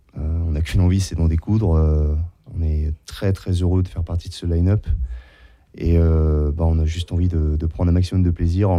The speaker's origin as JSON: {"language": "French", "town": "Saint-Lô", "region": "Normandy", "country": "France", "said": "À Saint-Lô, ouais. Ouais, à Saint-Lô. Parce qu'on est bien de Saint-Lô. On est vraiment de Saint-Lô, j'insiste."}